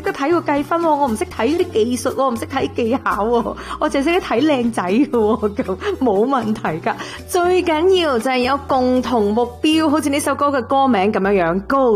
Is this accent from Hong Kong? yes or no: no; Canada; 咁啊，作為加拿大人，世界盃亦都喺我哋加拿大去即係去打嘅時候